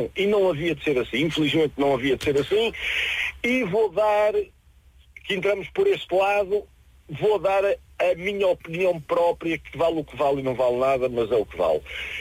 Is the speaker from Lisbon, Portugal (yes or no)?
yes; Lisbon, Portugal; Não, eu sou de Lisboa, sou por genuíno de Lisboa, sou mesmo lisboeta. Sou do famoso bairro chinês, quem conhecia ali ao pé de Marvila.